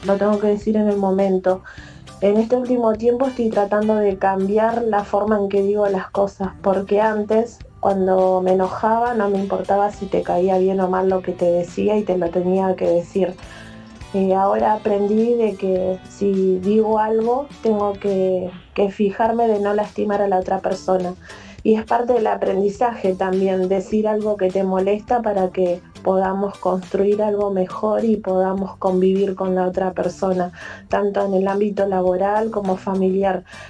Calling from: Lomas de Zamora, Buenos Aires Province, Argentina; tengo 50 años y vivo en Lomas de Zamora.

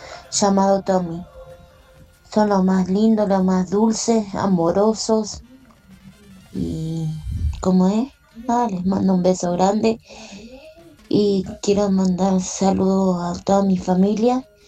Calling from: Belén de Escobar, Buenos Aires Province, Argentina; de Belén de Escobar, provincia de Buenos Aires.

